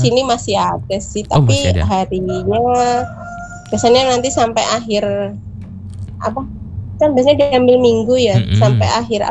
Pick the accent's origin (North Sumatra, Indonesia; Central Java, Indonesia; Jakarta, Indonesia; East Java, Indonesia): Central Java, Indonesia; Cilacap; moved away; saya kan aslinya Cilacap gitu ya.